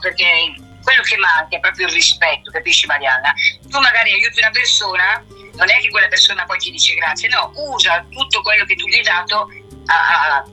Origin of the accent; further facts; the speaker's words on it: Sicily, Italy; E poi a Sicilia è la mia terra